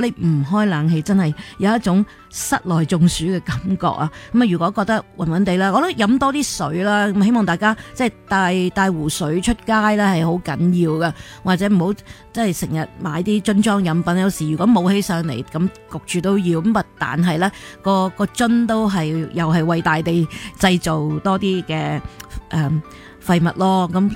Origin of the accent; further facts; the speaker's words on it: Qingyuan, Guangdong, China; 我系清远人。